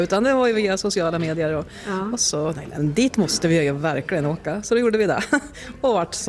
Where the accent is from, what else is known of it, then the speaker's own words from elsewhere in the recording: Ljusdal, Gävleborg County, Sweden; Vi kommer från Ljusdal.